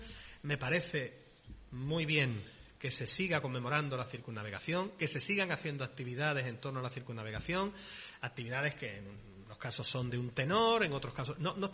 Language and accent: Spanish; Pamplona, Navarre, Spain; de Pamplona, por más que a mí me guste el norte, no entra en conflicto